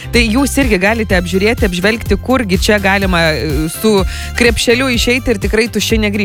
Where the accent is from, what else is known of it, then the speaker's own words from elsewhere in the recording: Dzūkija, Lithuania; bet kaip Dzūkė